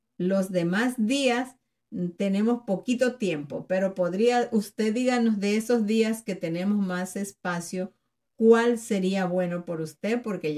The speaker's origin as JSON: {"language": "Spanish", "region": "Tabasco", "country": "Mexico", "moved": "as an adult", "lives_now": "Texas, United States", "said": "yo soy de Tabasco"}